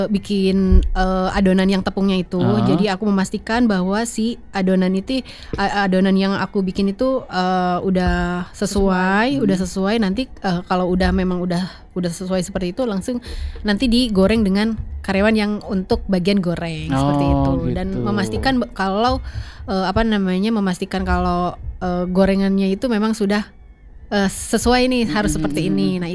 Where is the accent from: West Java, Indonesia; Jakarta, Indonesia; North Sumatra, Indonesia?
Jakarta, Indonesia; Rorotan; Aku asli dari Rorotan.